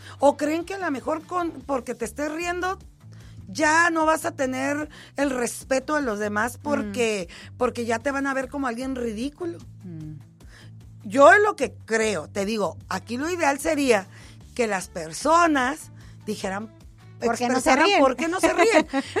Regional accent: Tijuana, Baja California, Mexico; Y yo soy de Tijuana.

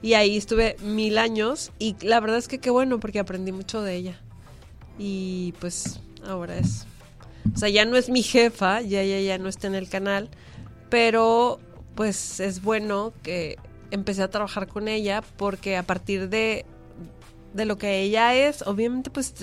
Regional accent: Tijuana, Baja California, Mexico; also born or lived in Puebla; yo me acuerdo que yo no me quería regresar a Tijuana, pero me regresaron mis papás

